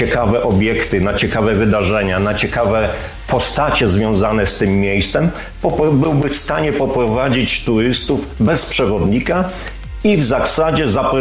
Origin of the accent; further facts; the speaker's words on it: Mogilno, Kuyavian-Pomeranian Voivodeship, Poland; born there; now in Inowrocław, Poland; Nie jestem urodzony Inowrocławianinem. Wszyscy się dziwią właśnie. Urodziłem się w Mogilnie, czyli niedaleko, Żabiskok, ale od 1988 roku przeprowadziłem się do Inowrocławia, tutaj się ożeniłem, tutaj zamieszkałem